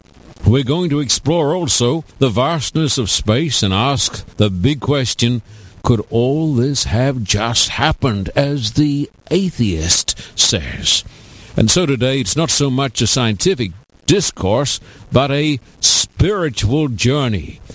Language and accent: English; Australia; moved away; even since I was knee-high to a grasshopper back home in Australia, home on the range.